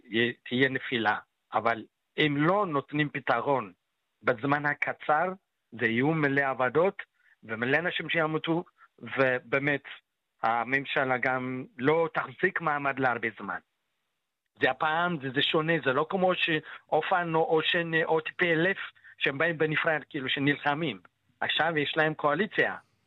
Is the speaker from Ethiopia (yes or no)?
yes; Ethiopia; now in Israel; במיוחד אתיופיה, מדינה שהיינו גדלנו, נולדנו בה